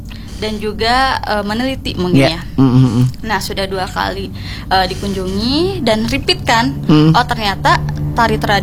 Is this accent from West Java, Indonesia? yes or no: yes; Bandung, West Java, Indonesia; Kebetulan saya ngambil konflik memang dari daerah saya, di Dago Melawan.